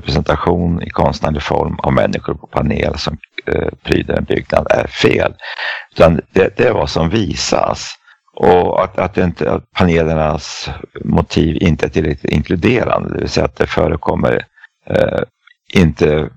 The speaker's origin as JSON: {"language": "Swedish", "town": "Eskilstuna", "region": "Södermanland", "country": "Sweden", "tie": "born or raised there", "said": "Jag kan bara ta min hemstad, gamla hemstad Eskilstuna."}